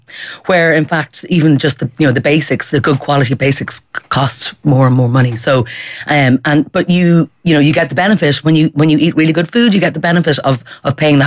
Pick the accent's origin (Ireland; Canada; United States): Ireland